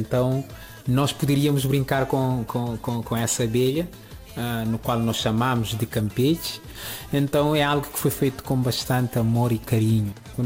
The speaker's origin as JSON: {"language": "Portuguese", "country": "Cape Verde", "tie": "born or raised there", "said": "lembrando quando eu era criança, a infância em Cabo Verde"}